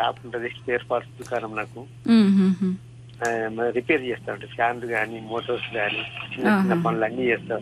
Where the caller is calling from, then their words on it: Nizamabad, Telangana, India; నేను నిజామాబాద్ న్యామనంది నుంచి మాట్లాడుతున్నాను.